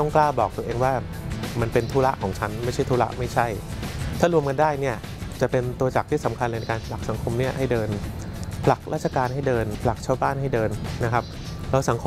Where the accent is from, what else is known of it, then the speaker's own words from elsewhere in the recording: Bangkok, Thailand; เราเองคนกรุงเทพไม่ได้หมายความว่าเราจะยุ่งเฉพาะฝุ่นกรุงเทพนะ